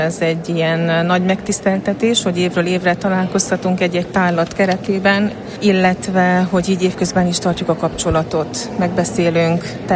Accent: Sfântu Gheorghe, Covasna, Romania; Erdélyi vagyok

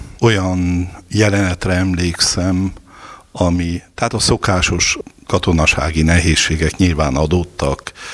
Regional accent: Ghelința, Covasna, Romania; moved away; also born or lived in Alba Iulia / Rome; a háromszéki Kovászna megyei Gelencén születtem. Hát a gyermekéveim szülőfalumban teltek el, ahol szintiszta katolikus székelyfaluról lévén szó

